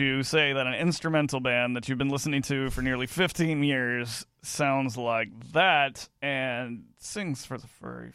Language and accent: English; Illinois, United States; because I'm from Illinois and we're better than them.